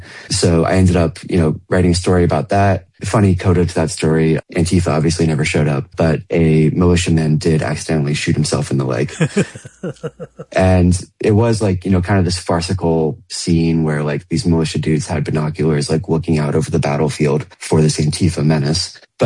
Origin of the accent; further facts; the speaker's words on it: Gettysburg, Pennsylvania, United States; was actually back in my hometown in Gettysburg, Pennsylvania.